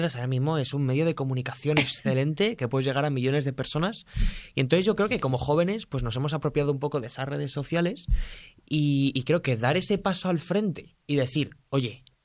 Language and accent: Spanish; Spain; born there; Yo, si no hubiese nacido en España, lo hubiese deseado.